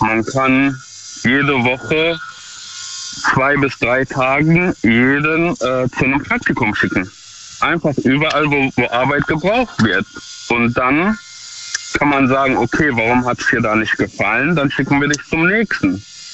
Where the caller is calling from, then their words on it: Duisburg, North Rhine-Westphalia, Germany; Ich komme aus Duisburg.